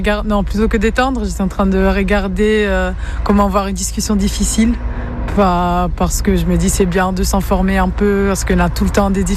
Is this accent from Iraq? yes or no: no; Rennes, Brittany, France; Non, je suis de Rennes, moi.